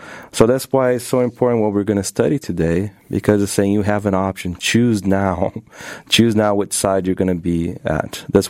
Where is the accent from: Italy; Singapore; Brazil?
Brazil; moved away as an adult; now in United States; I'm from Brazil, and I was born and raised there. I wanted to pursue further education. That's why I came to Andrews University.